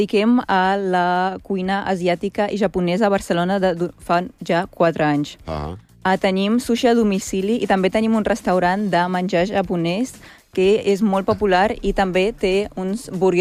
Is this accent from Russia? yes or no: yes; Moscow, Russia; De Rússia, de Moscou.